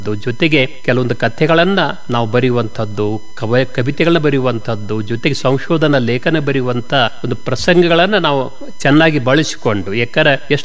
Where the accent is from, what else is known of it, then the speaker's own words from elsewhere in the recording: Mutnal, Karnataka, India; also born or lived in Hirebagewadi; now in Belagavi, India; ನಾವು ಪ್ರಾಥಮಿಕ ಶಾಲೆಯೊಳಗೆ ಕಲಿಯುವಾಗಲೂ ಕೂಡ ನಮ್ಮೂರೊಳಗೆ ಮುತ್ನಾಳಂತ ಗ್ರಾಮದೊಳಗೆ